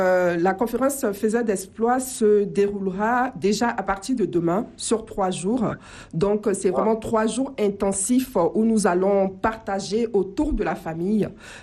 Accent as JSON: {"language": "French", "country": "Côte d’Ivoire", "tie": "born or raised there", "moved": "yes", "lives_now": "France", "said": "moi-même, je viens de France, donc je suis originaire de la Côte d'Ivoire, c'est vrai, mais je vis en France, donc je viens de France."}